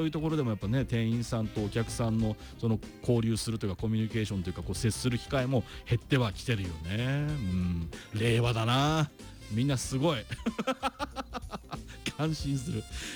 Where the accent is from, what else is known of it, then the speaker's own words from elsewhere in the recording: Sano, Tochigi, Japan; moved away; 先週ね、電車で実家に帰った時にそのふるさとの佐野駅に降りた瞬間、